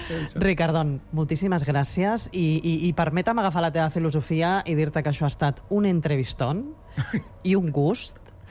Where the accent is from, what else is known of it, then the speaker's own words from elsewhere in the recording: Vilanova i la Geltrú, Catalonia, Spain; el xató és de Vilanova i la Geltrú, que és el meu poble.